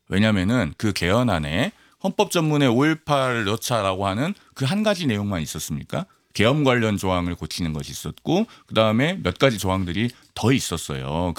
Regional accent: Honam, South Korea; 제가 호남 출신이기 때문에

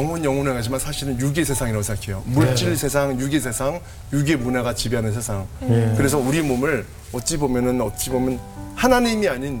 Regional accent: South Korea

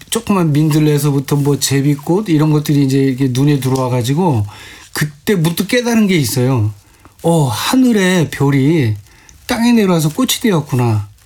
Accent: Seoul, South Korea; 제 어렸을 때 정릉은 완전히 시골이에요.

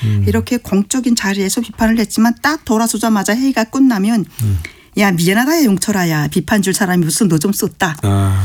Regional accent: North Korea; moved away

